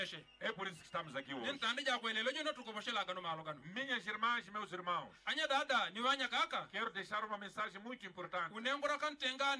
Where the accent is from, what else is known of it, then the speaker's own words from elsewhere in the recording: Mozambique; Moçambique, oi! O que nós temos que fazer como moçambicanos, quando o presidente fala de independência econômica